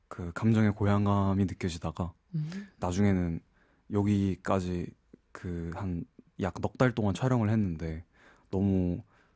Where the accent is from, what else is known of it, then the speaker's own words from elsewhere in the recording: Busan, South Korea; now in Seoul, South Korea; 올라오고 보니까 저는 제 또래 중에서도 사투리가 좀 심한 편이더라고요.